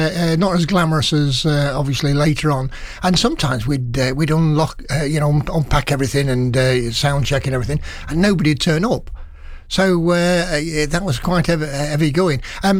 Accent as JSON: {"language": "English", "town": "Nottingham", "region": "East Midlands", "country": "United Kingdom", "tie": "born there", "also_born_or_lived": "Bilborough", "said": "I was born in St Anne's, and I used to go to the library there."}